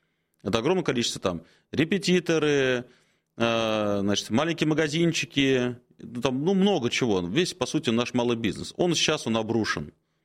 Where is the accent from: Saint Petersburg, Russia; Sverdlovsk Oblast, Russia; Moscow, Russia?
Moscow, Russia; moved away as an adult; now in Moscow Oblast, Russia; Подмосковье мое родное, ну, я вообще москвич коренной, но вот уже давно живу в Подмосковье, служу в Подмосковье